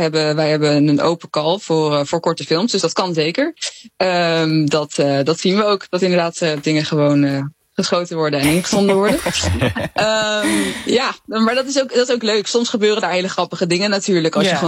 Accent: Netherlands; Dat water, het spreekt natuurlijk zo erg aan op iets wat je denk ik als Nederlander ergens in je onderbuik wel heel erg voelt.

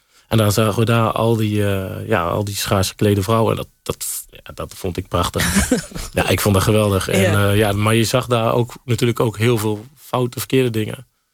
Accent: Utrecht, Netherlands; born or raised there

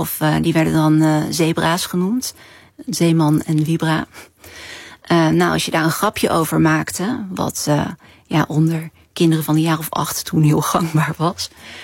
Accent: Vlijmen, North Brabant, Netherlands; Geweldige dorp waar ik ben opgegroeid.

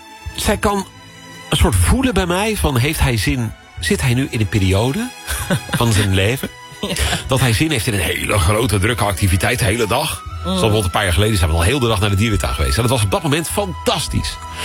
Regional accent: Netherlands; als Nederlanders

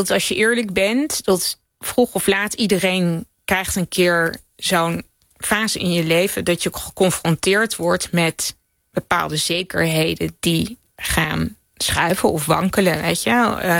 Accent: Zoeterwoude, South Holland, Netherlands; now in Amsterdam, Netherlands; ik ben in Zoeterwoude opgegroeid. Dat is een dorp bij Leiden. Ik zat in Leiden op de middelbare school. Maar Zoeterwoude was een klein, niks aan de hand dorp. En was ook niet zoveel te doen, laat maar zeggen.

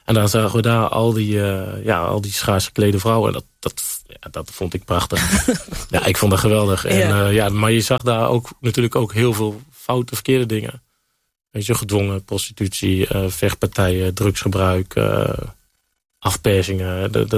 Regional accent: Utrecht, Netherlands; born or raised there

